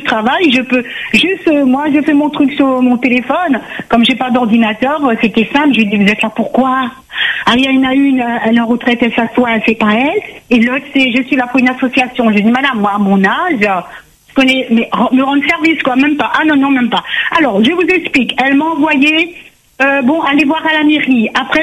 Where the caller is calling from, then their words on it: Saint-Pierre, Réunion; J'habite à Saint-Pierre, à la Ravine Blanche